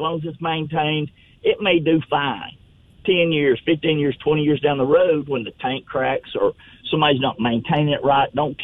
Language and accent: English; Alabama, United States; Well, and I grew up on the Warrior River.